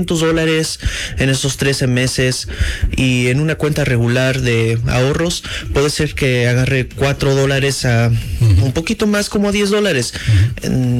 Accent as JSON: {"language": "Spanish", "town": "Palestine", "region": "Texas", "country": "United States", "lives_now": "Taylor, United States", "said": "Aquí soy de Texas, uh-huh. Soy de Palestine, Texas, uh-huh. Y terminé aquí en Taylor, okay."}